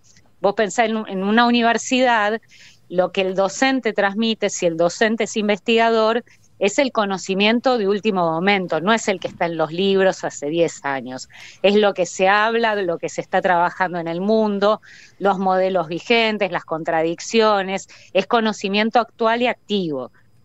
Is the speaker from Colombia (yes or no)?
no; Argentina; lo que nos llena de orgullo como argentinos